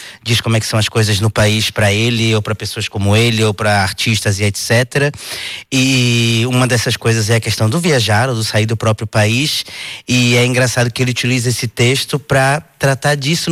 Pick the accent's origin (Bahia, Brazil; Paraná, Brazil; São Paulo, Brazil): Bahia, Brazil; Salvador; now in Portugal; Eu sou de Salvador